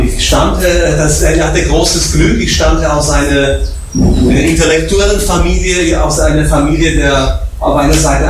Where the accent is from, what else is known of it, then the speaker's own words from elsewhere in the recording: Bratislava, Bratislava Region, Slovakia; first language Slovak; German is a second language; ich komme aus Bratislava, aus der Slowakei. Ich bin 49 Jahre jung oder alt, wenn man das so will.